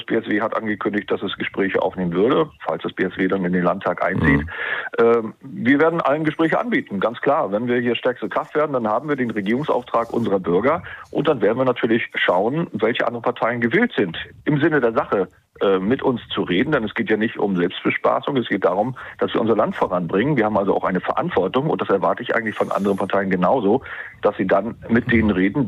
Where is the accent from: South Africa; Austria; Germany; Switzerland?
Germany; Schwerin, Mecklenburg-Vorpommern; ich selber dann im direkten Kampf gegen Manuela Schwesig hier in meiner Heimatstadt Schwerin.